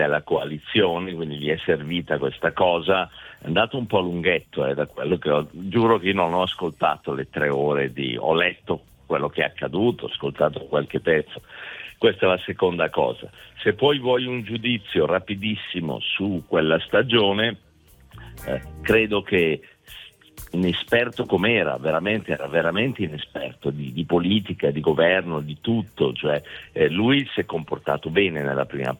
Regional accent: Crema, Lombardy, Italy; io sono di Crema

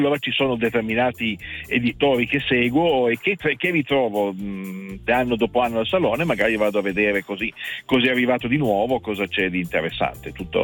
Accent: Piedmont, Italy; Provincia di Torino, e difatti ero uno dei tanti che erano al salone nei giorni scorsi.

